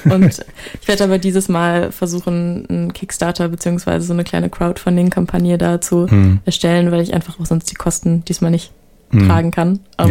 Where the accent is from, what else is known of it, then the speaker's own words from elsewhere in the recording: Kiel, Schleswig-Holstein, Germany; also born or lived in Australia; ich komme eigentlich aus Kiel